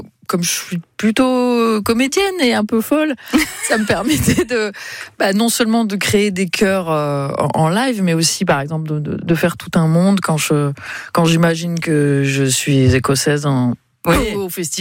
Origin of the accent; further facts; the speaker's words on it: south of France, France; Attends, je suis du Sud.